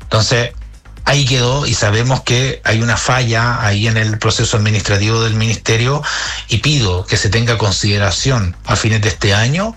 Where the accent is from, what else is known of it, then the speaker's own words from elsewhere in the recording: Chile; nos sintamos orgullosos como chilenos